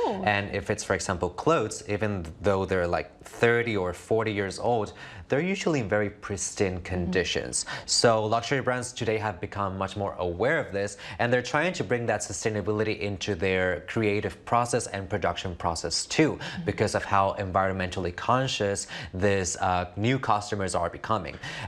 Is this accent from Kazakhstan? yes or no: no; Spain; moved away; I come from Spain